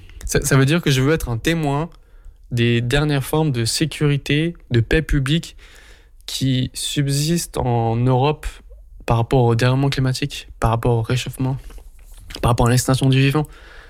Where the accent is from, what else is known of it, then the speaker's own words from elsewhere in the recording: Mulhouse, Grand Est, France; j'ai vu des formes d'humanité que j'avais pas ressenties chez moi à Mulhouse, dans mon cercle familial